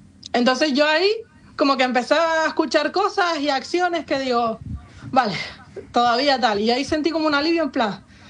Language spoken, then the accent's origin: Spanish; Lanzarote, Canary Islands, Spain; Yo soy de Lanzarote